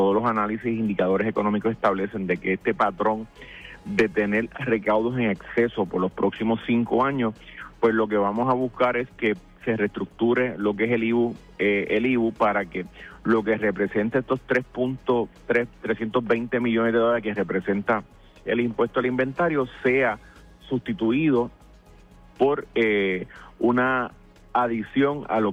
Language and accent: Spanish; Puerto Rico